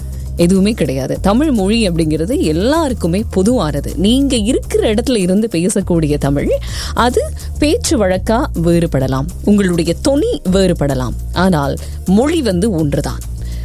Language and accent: Tamil; Sri Lanka; இலங்கையில நான் பிறந்து வளர்ந்ததுனால, இலங்கையிலேயே ஊடகத்துக்குள்ள நான் வேலைக்கு போனதுனால